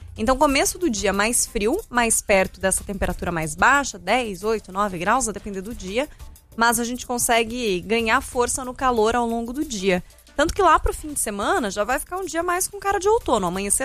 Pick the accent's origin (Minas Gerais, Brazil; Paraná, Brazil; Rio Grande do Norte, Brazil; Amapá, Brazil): Paraná, Brazil; Curitiba; now in São Paulo, Brazil; eu sou curitibana, então frio para mim tem que ser abaixo dos 10 graus.